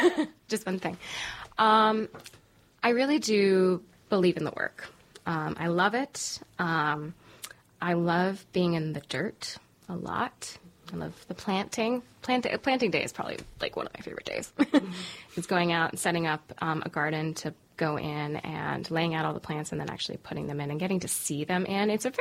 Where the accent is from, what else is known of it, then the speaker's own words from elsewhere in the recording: New York, United States; I grew up in the Catskills.